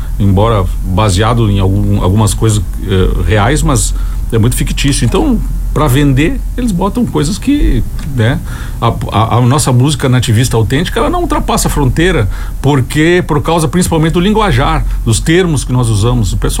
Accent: Uruguaiana, Rio Grande do Sul, Brazil; Eu sou de Uruguaiana

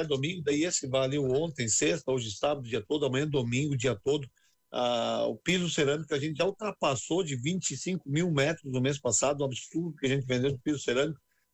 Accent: Brazil

